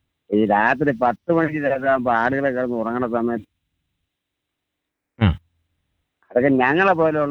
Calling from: Kerala, India; ഞാൻ കഴിക്കോട് പുതുപ്പൂരിയിൽ നിന്നാണ് സംസാരിക്കുന്നത്.

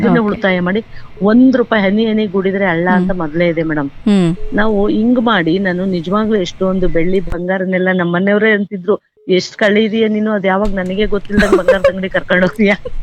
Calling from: Neralagundi, Karnataka, India; ನಮ್ಮ ಊರ ಹೆಸರು ಹಂಗೆ ಇದೆ, ಊರಲ್ಲೂ ನೇರಳೆ ಮರ ಇದೆ. ಅದೇನಾ ಊರೇ ವಿಶೇಷವಾಗಿದೆ ಮೇಡಮ್, ತುಂಬಾ ಹಳ್ಳಿ ಗುಡ್ಡಗಾಡು ಮತ್ತೆ ಊರುಗಳೆಲ್ಲ ತುಂಬಾ ಸಣ್ಣ ಸಣ್ಣ ಹೊಂಡ ಏನೋ ಅಂತೀವಲ್ಲ ಜರಿ ತರ ಹಳ್ಳ ಕೊಳ್ಳಗಳು, ಅದೇನೋ ಊರು ಸುತ್ತ

